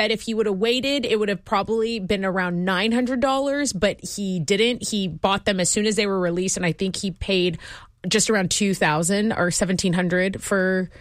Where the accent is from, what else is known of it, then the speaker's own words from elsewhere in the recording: Corpus Christi, Texas, United States; also born or lived in Burbank; now in Houston, United States; that's a major city close to my hometown of Corpus Christi. So that's what brought me to Houston. And I've stayed here.